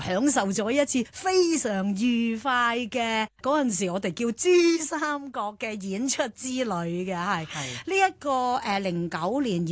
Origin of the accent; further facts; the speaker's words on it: Hong Kong; 我哋香港人嘅表演咧，确实同内地嘅风格咧系有啲唔一样嘅。